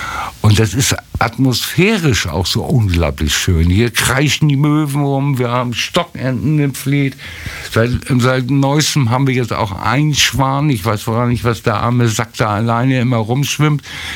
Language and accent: German; Hamburg, Germany; ich komme aus Hamburg, haben alle den Daumen hoch gemacht. Also die Stadt ist auch im Ausland unglaublich beliebt und das erfüllt mich dann unheimlich mit Stolz.